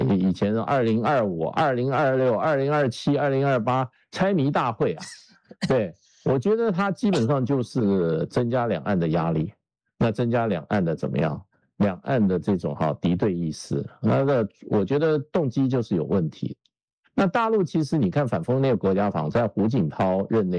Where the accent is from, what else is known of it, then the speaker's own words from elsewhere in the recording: Taiwan; 我小时候在台湾的时候